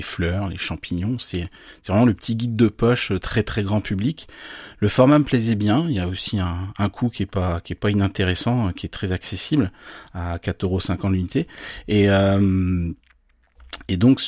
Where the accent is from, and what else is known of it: Saint-Brieuc, Brittany, France; born or raised there